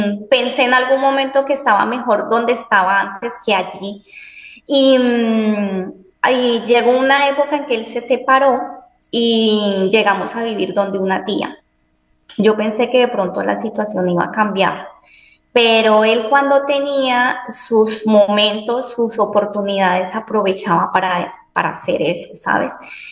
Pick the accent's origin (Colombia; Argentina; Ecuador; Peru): Colombia; now in Spain; Soy de Colombia. En este momento me encuentro en España. Provengo de un pueblo del sur de Colombia. Provengo de una familia campesina.